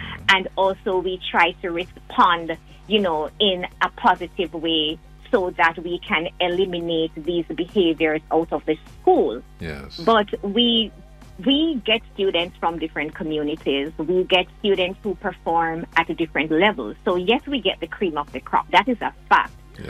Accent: Jamaica; I am from Moko, and I proudly say that.

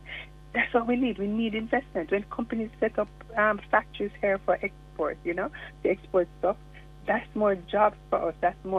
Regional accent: Jamaica

